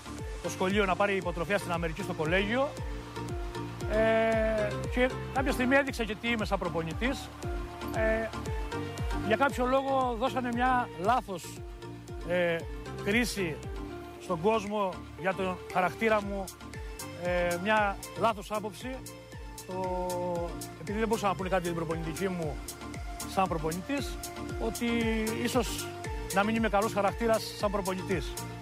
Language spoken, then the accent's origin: Greek; Heraklion, Crete, Greece; Αυτό που με λυπεί εμένα είναι εδώ στο Ηράκλειο, που παρόλο που έχω προσφέρει για τον τόπο μου και για το κολύμπι